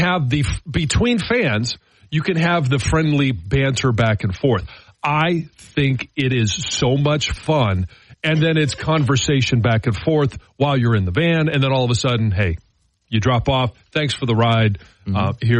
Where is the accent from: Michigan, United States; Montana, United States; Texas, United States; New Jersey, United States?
Michigan, United States; "Oh, you know, from Michigan."